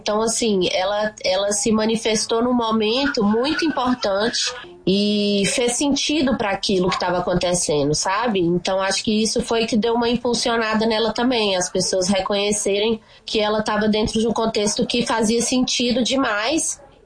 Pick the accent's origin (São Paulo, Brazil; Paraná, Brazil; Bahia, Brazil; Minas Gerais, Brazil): Minas Gerais, Brazil; Teófilo Otoni; Eu sou da região de Teoflotone